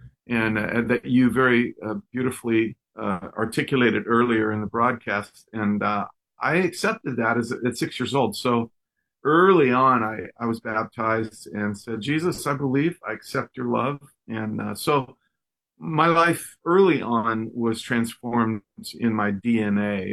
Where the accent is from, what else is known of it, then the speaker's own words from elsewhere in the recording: Texas, United States; born there; moved away; also born or lived in Hawaii; I was born in Texas.